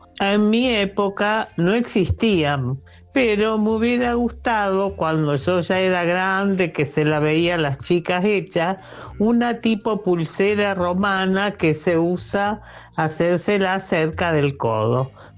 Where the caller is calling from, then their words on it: Rosario, Santa Fe, Argentina; Hola Lu, hola Celes.